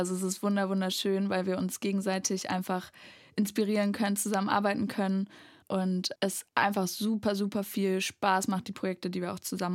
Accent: Erfurt, Thuringia, Germany; also born or lived in Weimar; Also ich bin in Weimar geboren, bin aber in Erfurt groß geworden.

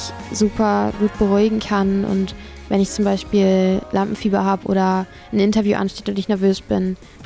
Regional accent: Hamburg, Germany; Aus Hamburg.

